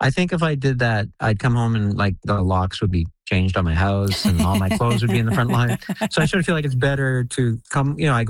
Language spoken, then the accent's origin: English; Canada; The fact is, I'm Canadian. I live in Canada